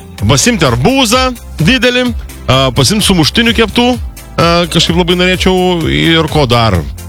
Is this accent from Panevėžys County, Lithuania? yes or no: yes; Panevėžys, Panevėžys County, Lithuania; now in Panevėžys, Lithuania; Juratė iš Plungės, aš iš Panevėžio, Juratė tuo metu jau gyveno Klaipėdoje, aš buvau Panevėžy